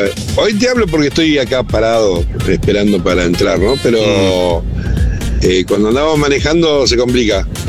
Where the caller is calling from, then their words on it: San Genaro, Santa Fe, Argentina; de San Genaro.